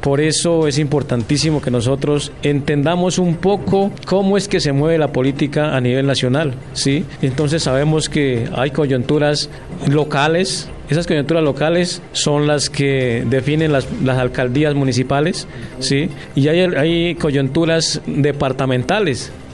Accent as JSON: {"language": "Spanish", "country": "Colombia", "said": "nosotros también somos colombianos, nosotros también tenemos derechos y también tenemos oportunidades"}